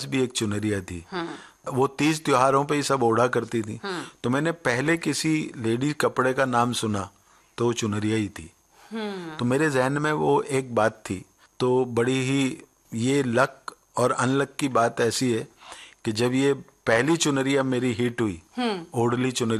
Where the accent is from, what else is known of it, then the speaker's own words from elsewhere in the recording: Haryana, India; देखिए, ये मैं हरियाणा का रहने वाला हूँ